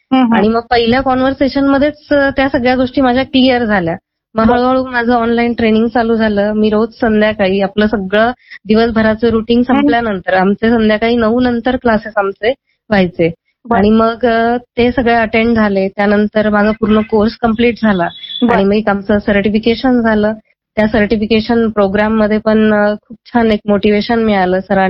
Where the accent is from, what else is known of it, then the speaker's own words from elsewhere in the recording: Nashik, Maharashtra, India; मी मूळची नाशिकचीच आहे, लग्नानंतर मी माझं MSc पूर्ण केलं।